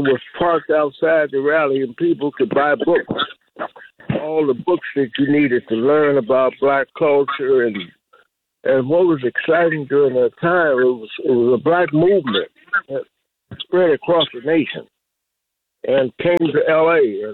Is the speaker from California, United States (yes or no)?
yes; Compton, California, United States; And I was I grew up in Compton, California, and I went to Centennial High School.